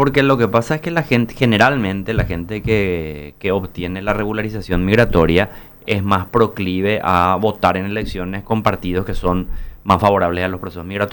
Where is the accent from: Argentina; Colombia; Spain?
Argentina; born there; moved away; la gente sabe que yo nací en la Argentina y que tengo nacionalidad argentina.